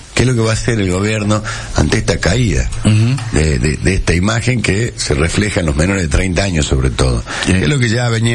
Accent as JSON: {"language": "Spanish", "country": "Argentina"}